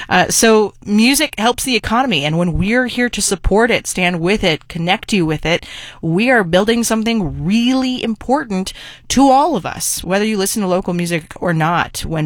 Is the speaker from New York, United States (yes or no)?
no; Fort Collins, Colorado, United States; Fort Collins. Shout out to my hometown.